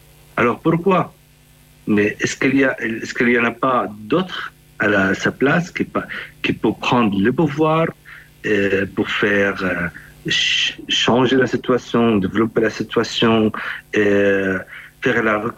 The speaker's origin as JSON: {"language": "French", "country": "Palestine", "said": "chez nous en Palestine"}